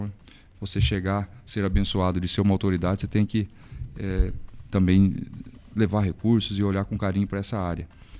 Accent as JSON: {"language": "Portuguese", "region": "Paraná", "country": "Brazil", "said": "Nós somos brasileiros paranaenses, mas moramos em uma cidade."}